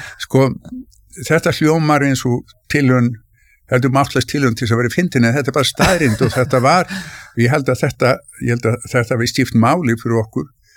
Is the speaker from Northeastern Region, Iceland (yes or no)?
no; Reykjavík, Capital Region, Iceland; born or raised there